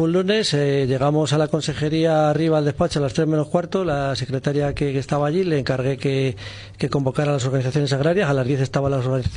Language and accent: Spanish; Arévalo, Castile and León, Spain; nosotros arevales. Somos de la Moraña, somos de Arévalo, bueno, pues tenemos más relación quizá con las provincias, con el sur de Valladolid, con Segovia, con Salamanca, y bueno, pues a Ávila siempre solo íbamos o a los médicos